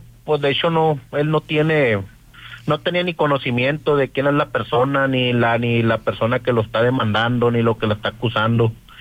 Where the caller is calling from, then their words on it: Nogales, Sonora, Mexico; Yo vivo en Nogales, yo vivo en Nogales.